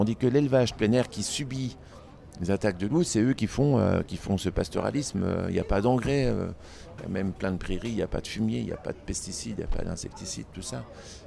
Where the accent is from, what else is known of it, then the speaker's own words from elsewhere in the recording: Grand Est, France; Je suis venu ici des Vosges. Je suis venu ici parler du loup